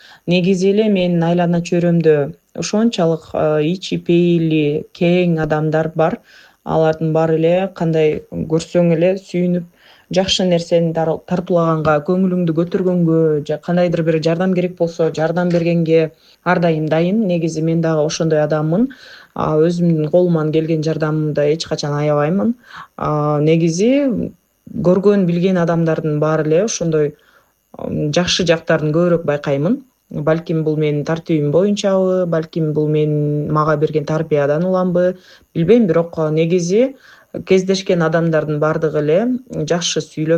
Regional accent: Kyzyl-Adyr, Talas Region, Kyrgyzstan; Негизи улутум боюнча мен татаркамын, Кыргызстанда төрөлүп өскөнмүн, чоңойгонмун. Ушул жерде Айтматов районунда Кызыл Адыр айылында туулуп өскөнмүн. Ошол жакта бала чак кезибиз өткөн.

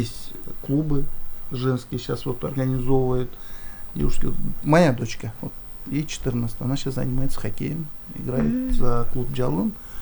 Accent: Naryn, Naryn Region, Kyrgyzstan; я сам с Нарына

